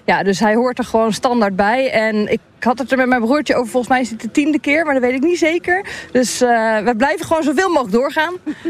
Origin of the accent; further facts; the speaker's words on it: Vlissingen, Zeeland, Netherlands; born there; also born or lived in Heinkenszand; now in Huizen, Netherlands; Ja, ik ben opgegroeid in Zeeland.